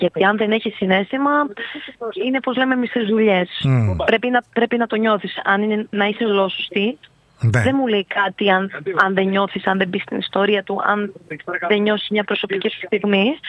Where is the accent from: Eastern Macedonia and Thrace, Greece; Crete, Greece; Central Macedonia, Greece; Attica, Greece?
Crete, Greece; Heraklion; Είμαι από το Ηράκλειο της Κρήτης